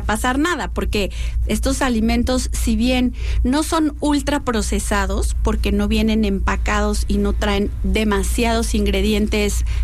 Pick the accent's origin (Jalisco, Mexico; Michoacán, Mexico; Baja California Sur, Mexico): Jalisco, Mexico; Guadalajara; yo vengo de Guadalajara, de allá es la birria, de allá son las carnes y su jugo, de allá son los lonches